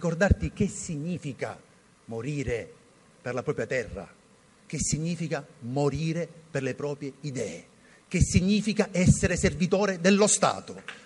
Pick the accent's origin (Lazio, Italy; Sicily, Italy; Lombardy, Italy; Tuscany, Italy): Sicily, Italy; lo dico da siciliano